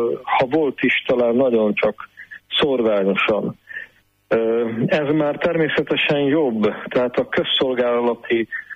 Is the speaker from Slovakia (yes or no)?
yes; Babindal, Nitra Region, Slovakia; moved away; A szülőfalumban is, ahol már szórvány magyarság van, Bábindalon, Zoborvidéken, Zobor alján, Nyitra környékén